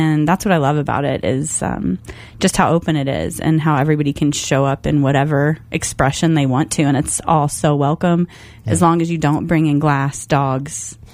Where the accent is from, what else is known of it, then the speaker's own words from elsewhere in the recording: Kentucky, United States; from Kentucky. I've never heard that.